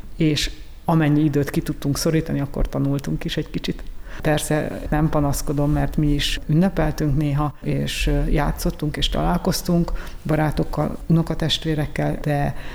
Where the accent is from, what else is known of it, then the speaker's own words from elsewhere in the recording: Győr, Győr-Moson-Sopron, Hungary; gyerekként Sopronban voltunk hétvégente